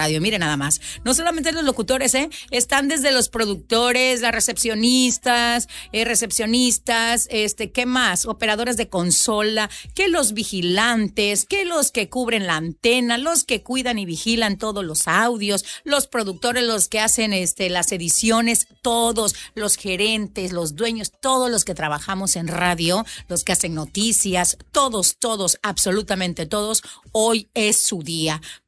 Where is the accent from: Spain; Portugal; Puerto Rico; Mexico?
Mexico; Pero el chiste es que somos mexicanos